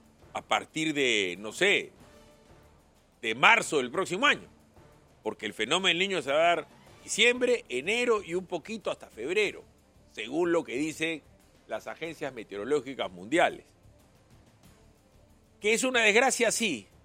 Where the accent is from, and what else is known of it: Peru